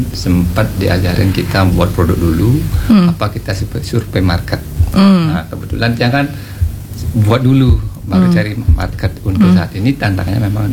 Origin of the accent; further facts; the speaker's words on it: Singaraja, Bali, Indonesia; Cuma orang Singaraja aja, soalnya kan saya orang Singaraja, orang Tanjungkulu kan.